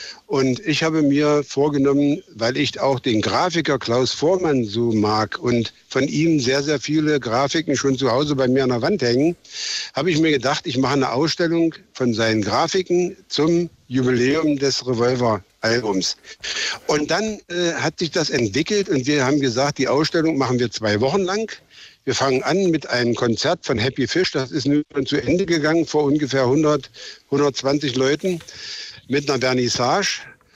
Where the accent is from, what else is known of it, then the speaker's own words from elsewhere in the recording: Magdeburg, Saxony-Anhalt, Germany; wir waren ja als Magdeburger nahe dran